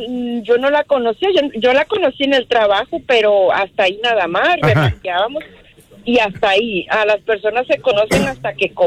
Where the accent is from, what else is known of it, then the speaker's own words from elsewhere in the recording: Mexico; now in United States; Yo soy de México.